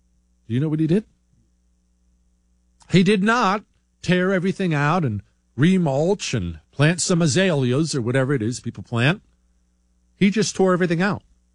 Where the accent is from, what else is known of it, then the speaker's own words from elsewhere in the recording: Cuba; I'm originally from Cuba, but I got my naturalization more than 16 years ago.